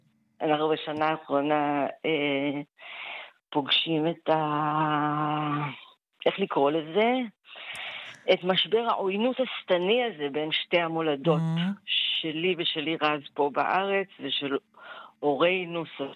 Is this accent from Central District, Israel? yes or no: yes; Kfar Saba, Central District, Israel; אני בתור נערה, ועוד קודם כילדה, בשבוע הספר בכפר סבא